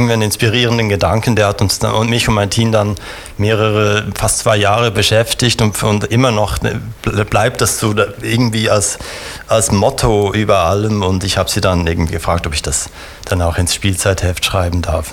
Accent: Bern, Switzerland; born there; moved away as an adult; also born or lived in Berlin; und ich bin in Bern geboren, habe Zürcher Familie auf der einen Seite, auf der anderen Seite auch griechische familiären Background und bin dann aber als wie viele Schweizer im Studienalter gehen sie nach Berlin.

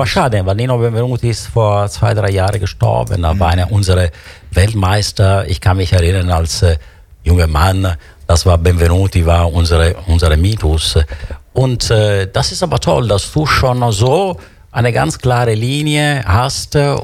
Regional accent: Italy; German is a second language; Und eine Frage. Wir haben als Italiener natürlich ein große Box.

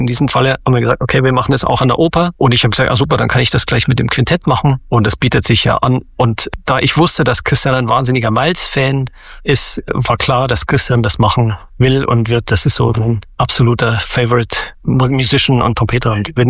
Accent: Bavaria, Germany; now in Berlin, Germany; Also meine Heimat ist natürlich immer noch Bayern und das bleibt sie wahrscheinlich auch. Aber Berlin ist dann meine zweite Heimat.

